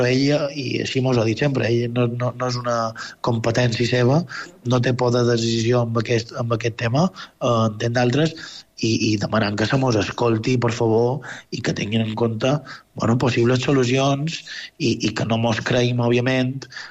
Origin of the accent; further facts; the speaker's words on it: Marratxí, Balearic Islands, Spain; pels que som de Marratxí, allò és nostre